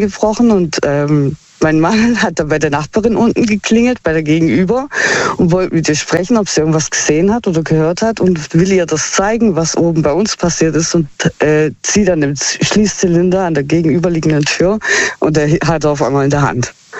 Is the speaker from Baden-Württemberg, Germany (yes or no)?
yes; Heilbronn, Baden-Württemberg, Germany; Aus Heilbronn.